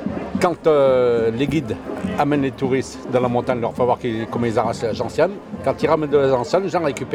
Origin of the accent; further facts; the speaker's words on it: Saint-Anthème, Auvergne-Rhône-Alpes, France; Monsieur Ansart, je suis de Saint-Anthème-dans-Puy-de-Dôme.